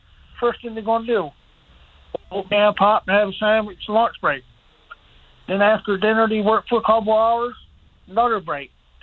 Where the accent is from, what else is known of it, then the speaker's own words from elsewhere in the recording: Burgeo, Newfoundland and Labrador, Canada; No, I'm in a corner, but I'm from Burgio.